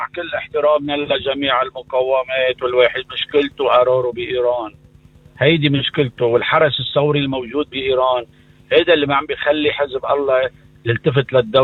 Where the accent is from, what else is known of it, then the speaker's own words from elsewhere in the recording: Lebanon; لازم نبرم نحن كلبناني إن النتيجة اللي حصلت بلبنان 1,200,000 شخص شيعي مشردين